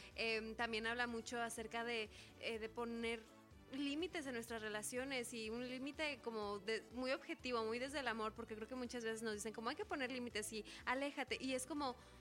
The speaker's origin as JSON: {"language": "Spanish", "town": "Irapuato", "region": "Guanajuato", "country": "Mexico", "said": "Soy de Guanajuato, de Irapuato"}